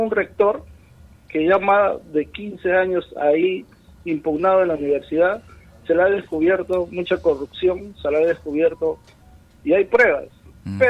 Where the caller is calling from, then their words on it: Pucallpa, Ucayali, Peru; yo llamo de la ciudad de Pucallpa